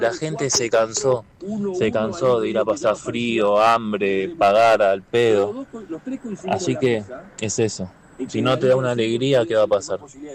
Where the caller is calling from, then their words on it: Quilmes, Buenos Aires Province, Argentina; de Quilmes